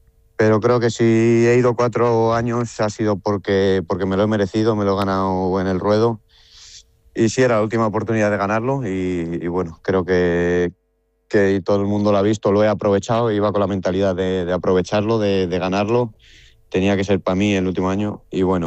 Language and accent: Spanish; Salamanca, Castile and León, Spain